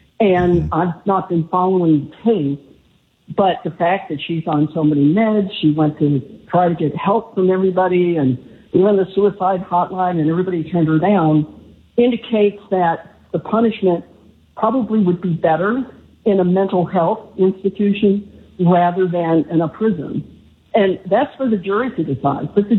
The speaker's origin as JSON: {"language": "English", "town": "Marietta", "region": "Georgia", "country": "United States", "lives_now": "Carson City, United States", "said": "We're originally from Marietta, and we moved out to Carson City."}